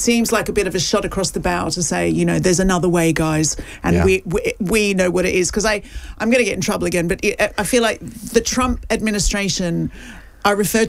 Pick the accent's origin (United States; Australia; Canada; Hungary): Australia; In my defence, I'm from Australia